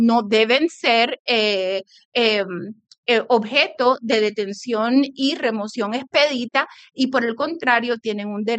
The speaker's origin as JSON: {"language": "Spanish", "country": "Puerto Rico"}